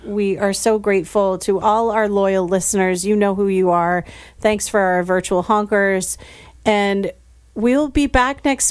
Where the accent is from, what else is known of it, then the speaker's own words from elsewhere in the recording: Rangeley, Maine, United States; we're so happy and proud that we live here and that we're from Maine and Rangeley.